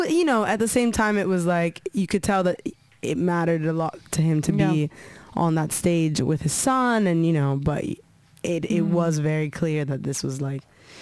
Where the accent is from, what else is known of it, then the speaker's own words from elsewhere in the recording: Rome, Lazio, Italy; now in London, United Kingdom; I grew up in Rome, 5 to now, well, till I moved to London.